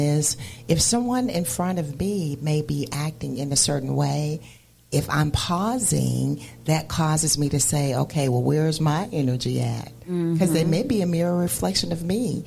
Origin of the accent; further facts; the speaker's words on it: Atlanta, Georgia, United States; moved away; And I hail originally from Atlanta, Georgia.